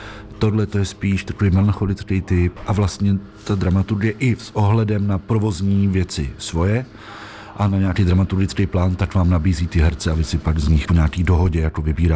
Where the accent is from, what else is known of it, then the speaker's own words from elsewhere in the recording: Čenkovice, Pardubice Region, Czechia; also born or lived in Ústí nad Orlicí; Já jsem tady vlastně doma, protože pocházím z Ústí nad Orlicí. Vyrůstal jsem v Čenkovicích v Orlických horách, takže pro mě jsou jako Pardubice vlastně domov.